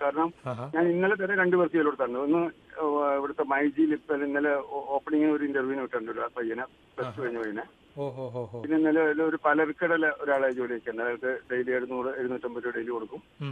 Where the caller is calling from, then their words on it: Nayarambalam, Kerala, India; നായരമ്പലമാണ് എന്റെ വീട്.